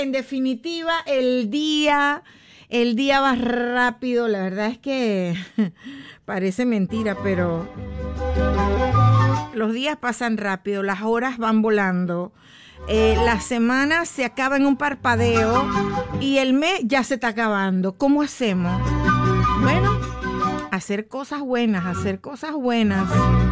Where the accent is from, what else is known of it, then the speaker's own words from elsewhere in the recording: Monagrillo, Herrera, Panama; born there; mi tierra, de mi tierrita hermosa, Monagrillo.